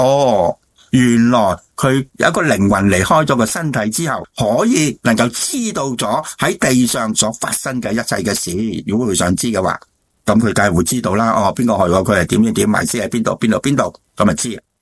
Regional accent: China; 所以我哋中国人有讲18年后一条好汉啊嘛

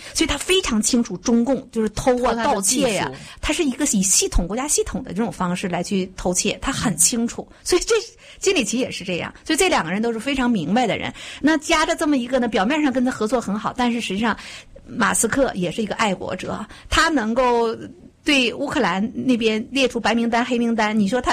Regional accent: United States; 我觉得这个是值得我们美国人庆贺的。

